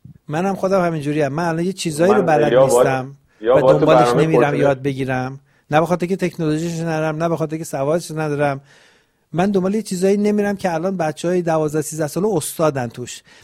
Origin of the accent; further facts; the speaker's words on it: Iran; moved away; من از موقعی که از ایران اومدم بیرون